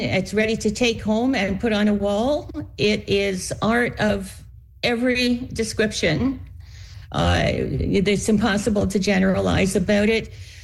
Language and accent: English; Canada; We've made a commitment as Canadian grandmothers in 2006